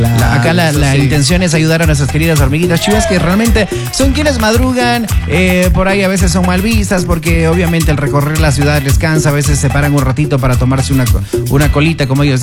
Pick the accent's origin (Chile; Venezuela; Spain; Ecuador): Ecuador; somos buenos ecuatorianos